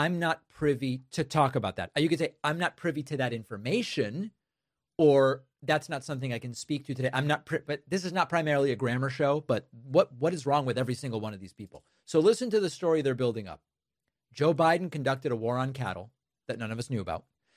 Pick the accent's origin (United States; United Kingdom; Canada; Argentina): Argentina; I'm from Argentina.